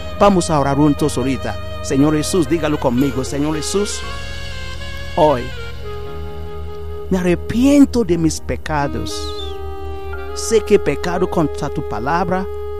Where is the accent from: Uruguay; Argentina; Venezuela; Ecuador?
Venezuela